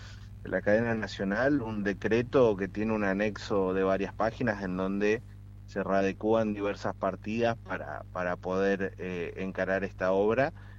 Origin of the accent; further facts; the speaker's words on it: Argentina; que la agenda nos una como argentinos